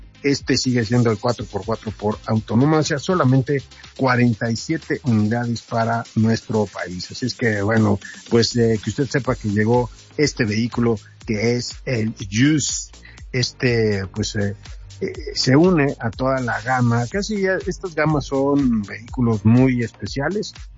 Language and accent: Spanish; Mexico; Recuerden que también nosotros como mexicanos somos anfitriones de todo lo que está pasando en el mundo del balompié.